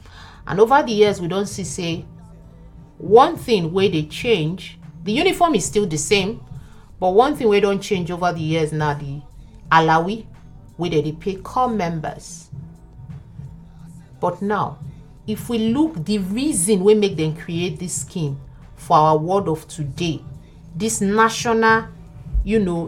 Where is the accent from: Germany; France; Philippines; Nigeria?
Nigeria; Delta; I'm from Delta State, from South.